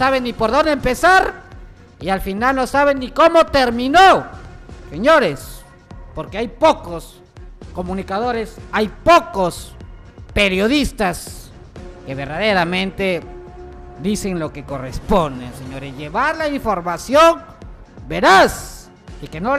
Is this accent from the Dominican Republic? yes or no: no; Peru; estamos en el Perú